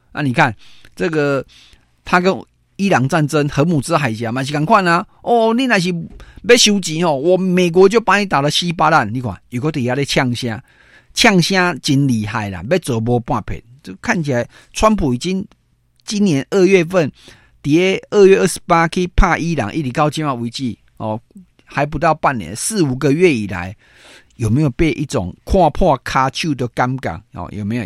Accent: Taiwan; 我觉得我们台湾人真的不需要太小看自己了

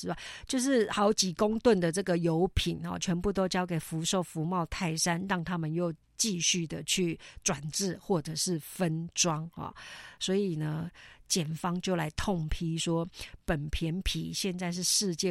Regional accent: Taiwan

